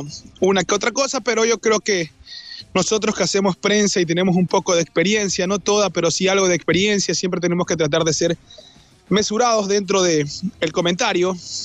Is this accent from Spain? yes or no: no; Ecuador; somos ecuatorianos